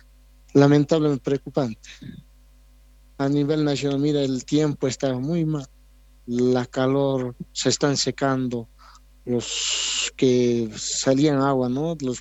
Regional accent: Bolivia; Entonces, ¿qué vamos a hacer? Somos bolivianos. Hay que recibir nomás, ¿eh? Como somos bolivianos, hay que alegrarnos el 6 de agosto

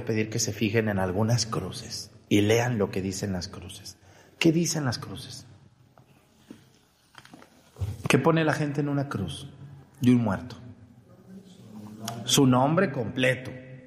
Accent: Mexticacán, Jalisco, Mexico; moved away; Yo cuando voy allá a mi pueblo en Mexicacán al panteón

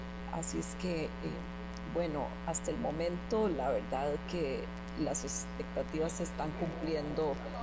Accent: Costa Rica; yo soy de Costa Rica

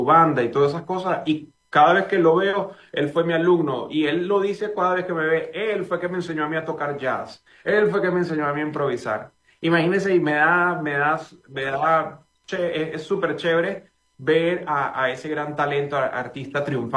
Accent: Caracas, Capital District, Venezuela; now in United States; yo soy de Caracas, mis padres están allá.

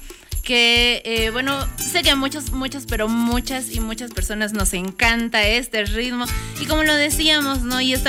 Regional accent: Bolivia

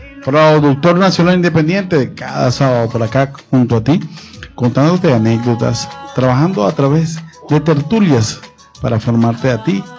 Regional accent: Venezuela; apoyando a nuestra labor como venezolanos

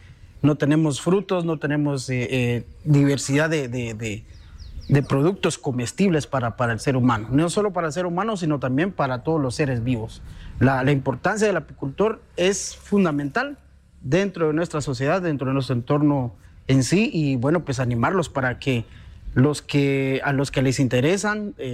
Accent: San Juan La Laguna, Sololá, Guatemala; como bien lo mencionaban. Soy originario de San Juan La Laguna.

